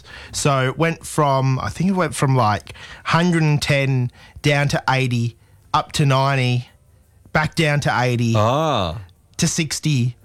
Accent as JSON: {"language": "English", "town": "Perth", "region": "Western Australia", "country": "Australia", "moved": "yes", "said": "Obviously, being a city boy from Perth, we don't really do 110Ks."}